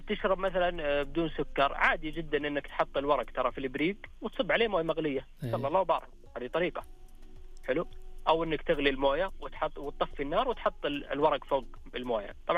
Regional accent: Saudi Arabia; عندنا في السعودية

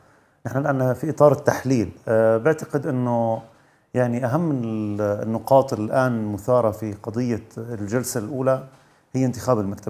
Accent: Syria; بالنسبة لنا كسوريين

